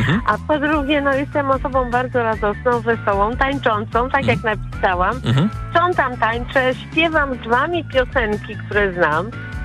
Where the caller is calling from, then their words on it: Masovian Voivodeship, Poland; bo ja mieszkam pod Warszawą, niedaleko.